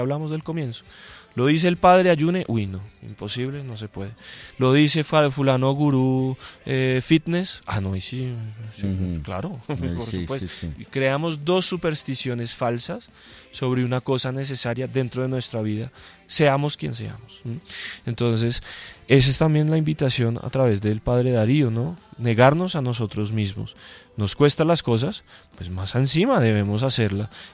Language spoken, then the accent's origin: Spanish; Colombia